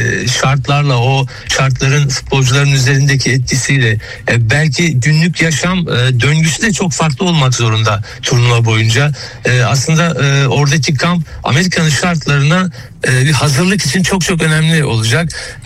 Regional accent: Samsun, Turkey; Tabii ben bir de Samsunluyum yani. Ben çocukluğumdan ve Samsun Spor maçlarını hep stadyumda canlı canlı izlemiş, destek vermiş bir insanım.

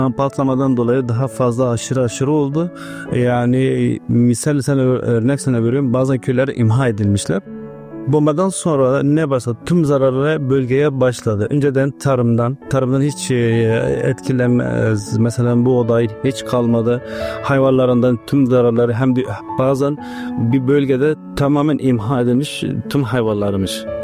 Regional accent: Aleppo, Aleppo Governorate, Syria; Suriye Dimasası'nda Türkmenim. 4 tane çocuğum vardır. 85 doğumluyum. Halepliyim.

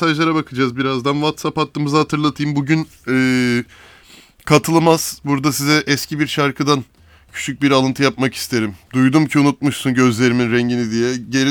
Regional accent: İzmir, Turkey; Bir İzmirli olarak

